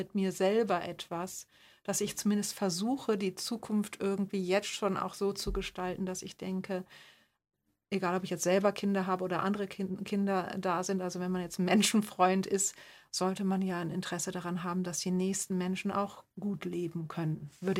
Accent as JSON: {"language": "German", "country": "Germany", "moved": "yes", "lives_now": "Austria", "said": "weil ich als Deutsche in Österreich kann nur wenig wählen."}